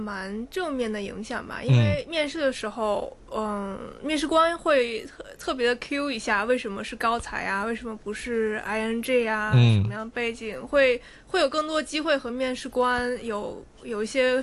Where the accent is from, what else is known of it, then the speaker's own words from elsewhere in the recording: Qingdao, Shandong, China; moved away as an adult; now in Hong Kong; 我来自山东青岛，然后我来香港已经差不多3-4年的时间了。